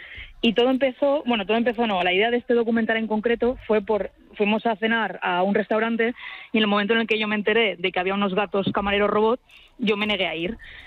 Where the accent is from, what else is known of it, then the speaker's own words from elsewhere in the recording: Valencia, Valencian Community, Spain; yo soy de Valencia, entonces estrenar y jugar en casa siempre es una maravilla.